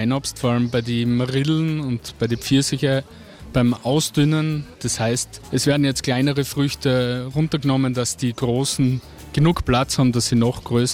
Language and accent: German; Sankt Margarethen an der Raab, Styria, Austria; Wir kommen aus der Südoststeiermark, aus dem schönen St. Margrethen an der Raab. Bei Gleisdorf in der Nähe.